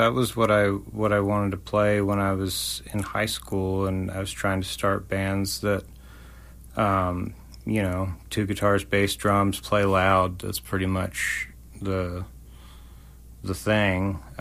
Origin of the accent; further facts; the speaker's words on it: West Virginia, United States; born there; also born or lived in Maryland; now in Nashville, United States; I am not a native West Virginian. I was born in Maryland, and my family moved there when I was about 10. Mm-hmm. And we were in the Eastern Panhandle, right around Martinsburg, right off of Interstate 81 between Winchester, Virginia, and Hagerstown